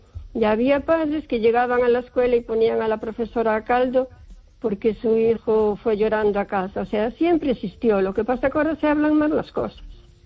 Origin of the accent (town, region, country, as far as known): O Carballiño, Galicia, Spain